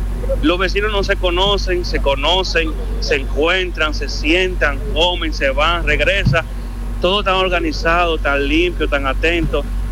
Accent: Dominican Republic; now in Paris, France

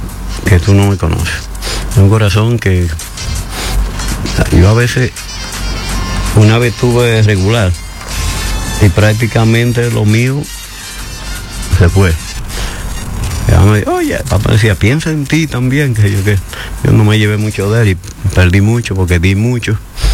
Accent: Dominican Republic; moved away

